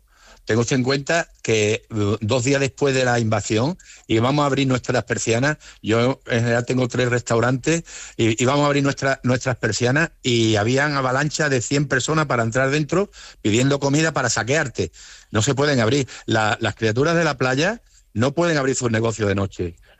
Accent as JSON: {"language": "Spanish", "country": "Spain", "said": "Porque somos españoles, pero somos españoles de una calidad de primera. Ya quisieran muchos de las peninsulares ser de la calidad de españoles que somos nosotros, porque nosotros vamos a luchar por nuestra tierra."}